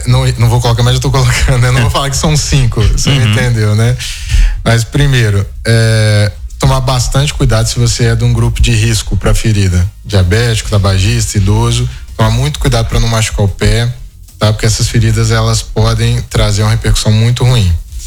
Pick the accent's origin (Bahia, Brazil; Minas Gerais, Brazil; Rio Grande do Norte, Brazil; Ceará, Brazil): Bahia, Brazil; Piatã; now in São Francisco, Brazil; Eu sou natural da Bahia. Eu sou da região lá da Chapada Diamantina. A cidade chama Piatã.